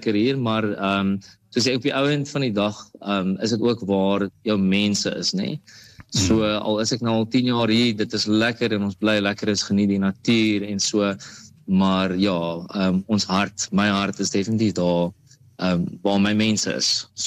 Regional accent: Hartbeespoort, North West, South Africa; moved away as an adult; also born or lived in Vredendaal / Pretoria; now in Durbanville, South Africa; die laaste 10 jaar terug hier in die Weskaap, in Durbanville in die Kaap. Ek is oorspronklik gebore in Vredendaal, maar meeste van my grootword en skool definitief daar in Hartbeespoort deurgebring.

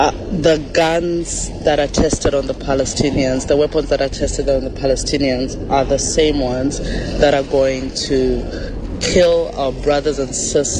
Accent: South Africa; I'm a South African writer

